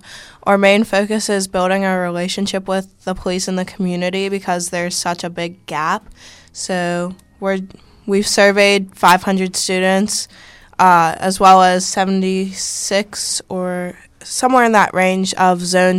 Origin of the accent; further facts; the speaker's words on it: Pittsburgh, Pennsylvania, United States; also born or lived in Monroeville, Pennsylvania; I'm from Morningside, Pittsburgh, and I go to Pittsburgh Brashear. I'm a junior.